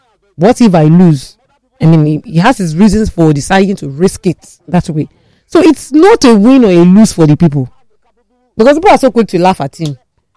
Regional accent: Nigeria; I'm not just another Nigerian, that I'm actually a Nigerian with a voice.

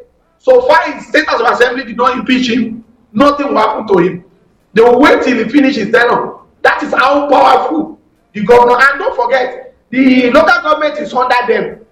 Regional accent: Nigeria; I will speak naturally as Nigerian.

